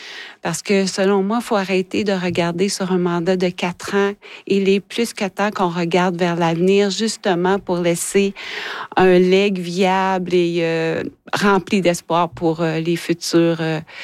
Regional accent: Ottawa, Ontario, Canada; moved away as an adult; now in Laverlochère-Angliers (Témiscamingue), Canada; Mais en fait, moi, je suis d'Ottawa. Je suis arrivée ici à l'âge de 24 ans. Donc, je suis arrivée en 94. Ça fait 33 ans que je suis à la Tulipe.

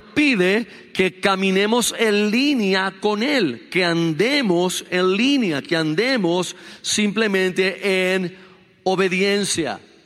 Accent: Carolina, Puerto Rico; como dirían en mi pueblo, Carolina

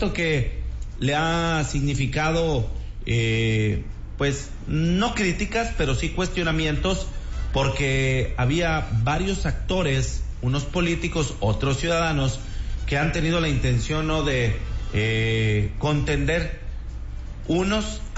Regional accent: Mexico; como mexicano, como mexicano 100% aspirar a la gubernatura, ¿no?

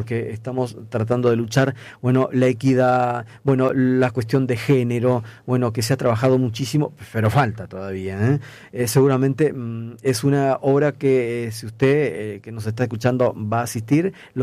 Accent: Peru; now in Rosario, Argentina; Se lo recomiendo como peruano.

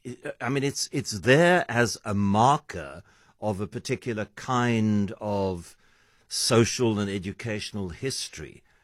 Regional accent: Eastern Cape, South Africa; Eastern Cape, and this is the way we spoke. But because I wanted to be an actor, I had to clean up my accent

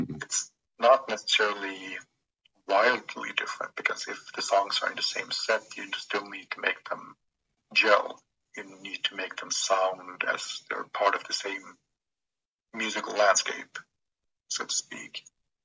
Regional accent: Sweden; When we grew up in Sweden, we had because of the political climate that we had all of these youth centers that had rehearsal places that were fully kitted out

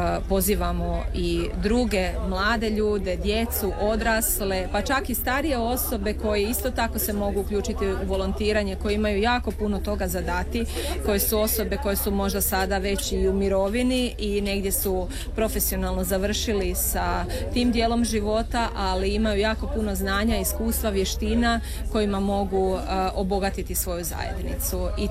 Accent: Slavonia, Croatia; moved away; Iz Slavonije sam, moja obitelj je prošla rat, izbjeglištvo

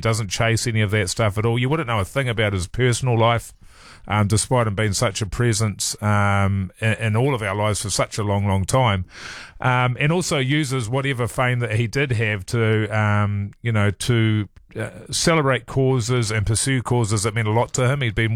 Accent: New Zealand; as a New Zealander.

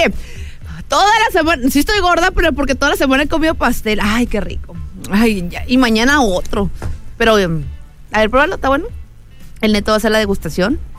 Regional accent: Mexico; somos los mexicanos

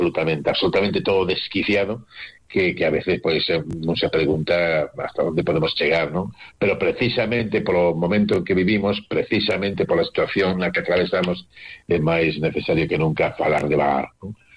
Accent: Galicia, Spain; Eu son máis das Rías Baixas, vivo ali

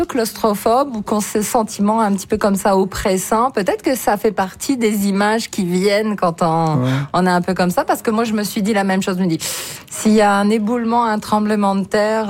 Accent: Quebec, Canada; chez nous, au Bas-Saint-Laurent

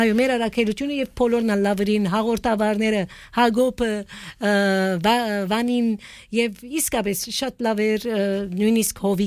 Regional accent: Aleppo, Aleppo Governorate, Syria; բոլորը այսպիսի ձրակերներ եկա, որ Սուրիո մեջ, Հալեբի մեջ մեզի այնքա

